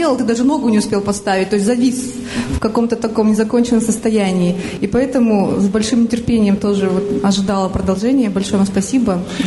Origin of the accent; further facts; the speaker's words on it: Almaty, Kazakhstan; я из Алматы.